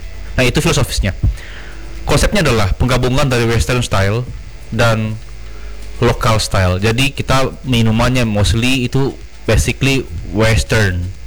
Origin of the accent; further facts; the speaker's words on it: Palangka Raya, Central Kalimantan, Indonesia; Dan saya asli orang Segohong, Tengkiling.